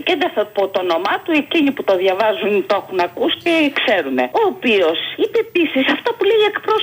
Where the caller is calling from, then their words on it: Glyfada, Attica, Greece; από Γλυφάδα, έτσι για να γνωριζόμαστε.